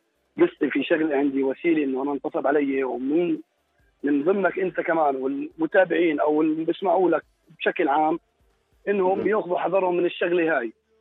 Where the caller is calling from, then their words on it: Jordan; احنا اردنيين